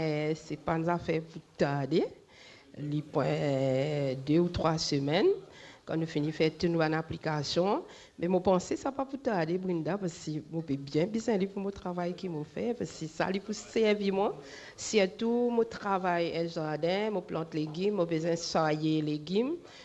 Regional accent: Mauritius; moved away as an adult; now in Rodrigues, Mauritius; Au fait, moi, je suis à Maurice depuis bien petit.

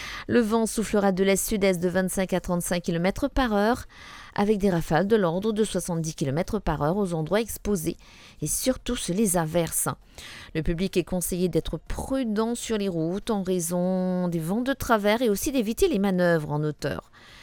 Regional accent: Mauritius

